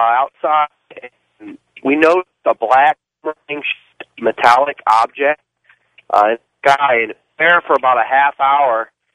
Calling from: Phoenix, Arizona, United States; a truck driver out of Phoenix.

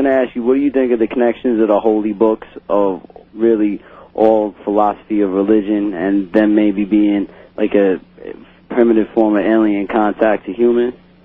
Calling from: New York, United States; I'm from New York.

